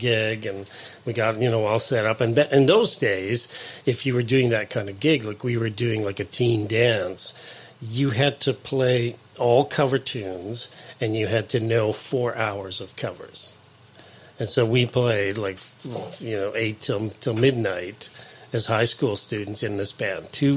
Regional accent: St. Albert, Alberta, Canada; born there; moved away as an adult; also born or lived in Winnipeg, Manitoba; now in Penticton, Canada; Yeah, so originally I was born in Winnipeg, the city of Canadian music. Ended up moving outside of Edmonton to a little community, the oldest community in Alberta, called St. Albert.

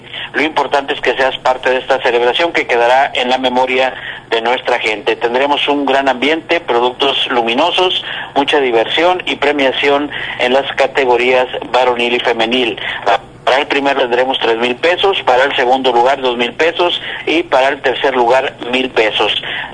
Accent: Zaragoza, Coahuila, Mexico; Yo soy de Zaragoza, no soy de Allende.

